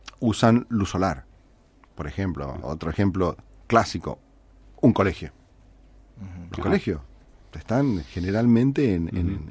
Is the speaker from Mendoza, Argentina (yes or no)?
yes; Mendoza, Argentina; Así que conocemos Mendoza desde hace 40 años. Somos de Mendoza todos.